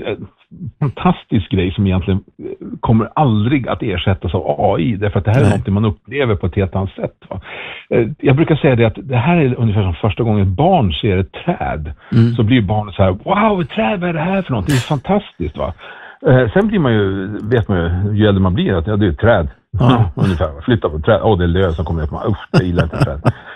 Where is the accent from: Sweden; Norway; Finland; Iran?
Sweden; Norrland; Jag är själv norrlänning, så jag vet ju hur det var.